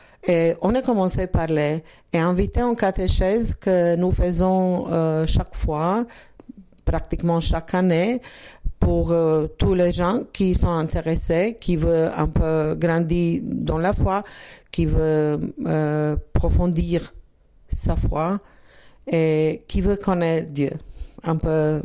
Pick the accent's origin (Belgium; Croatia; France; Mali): Croatia; Zagreb, City of Zagreb; French is a second language; Nous viendrons de Zagreb, de capitale, et nous habitons à une petite paroisse, mais pas petite.